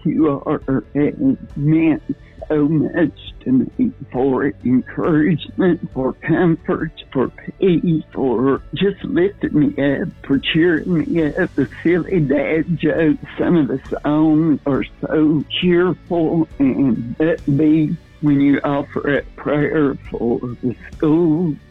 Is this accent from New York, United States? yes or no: no; Lebanon, Virginia, United States; I'm from Lebanon, Virginia.